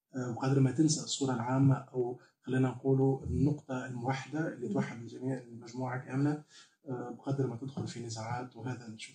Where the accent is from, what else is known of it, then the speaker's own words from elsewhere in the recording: Sousse, Sousse Governorate, Tunisia; اي اكيد، بوم ايمن بيتي من سوسه، مولود في سوسه، دونك بيتي بيئه تونسيه عاديه جدا